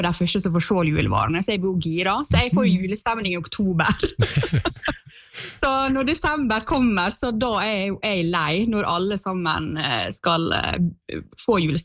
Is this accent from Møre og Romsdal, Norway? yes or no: yes; Ålesund, Møre og Romsdal, Norway; accent: Sunnmøre dialect; Jeg er oppvokst på Ellingsøya utenfor Ålesund.